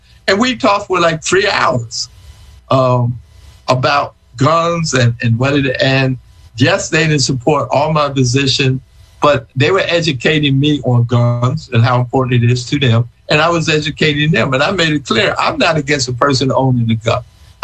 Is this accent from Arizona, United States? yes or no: no; Philadelphia, Pennsylvania, United States; So I said, look, I'm walking to Harrisburg. I'm from Philadelphia and all that.